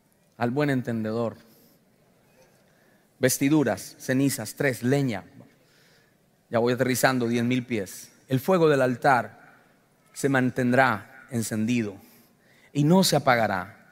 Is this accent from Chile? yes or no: no; Colombia; moved away; yo soy de Colombia